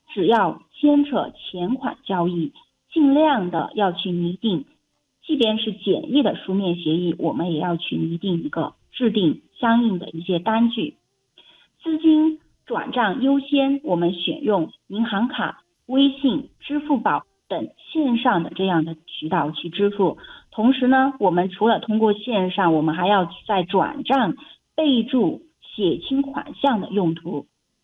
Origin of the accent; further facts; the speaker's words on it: China; 特别是我们中国人